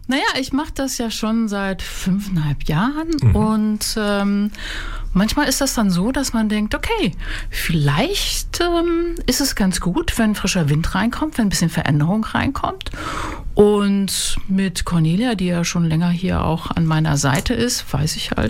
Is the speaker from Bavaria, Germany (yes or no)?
no; Mönchengladbach, North Rhine-Westphalia, Germany; Nein, ganz ursprünglich bin ich aus Mönchengladbach. Also ein Gladbach habe ich dabei.